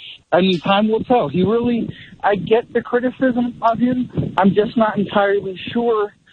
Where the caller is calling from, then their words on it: Philadelphia, Pennsylvania, United States; So, yeah, I am in Denver, but I am from Philadelphia.